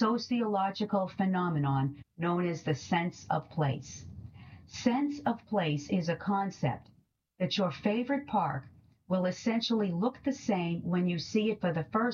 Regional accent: Newburyport, Massachusetts, United States; now in Colorado, United States; New to Colorado, I was raised in Newburyport, where my relationship with the outdoors was formed. In a tiny house on Franklin Street, just steps away from the Merrimack River, the seeds were being planted

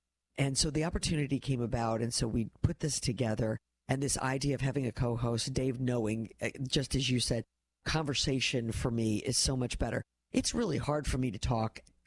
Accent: Missouri, United States; We're both from Missouri, and he's been on this journey with me, and it's great.

